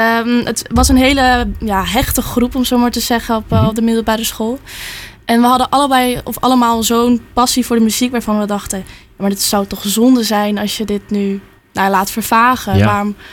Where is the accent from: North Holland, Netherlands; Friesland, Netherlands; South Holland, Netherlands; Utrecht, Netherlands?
Friesland, Netherlands; Langweer; Ik kom zelf uit Langweer. Ja, ja. Lekker hier dichtbij.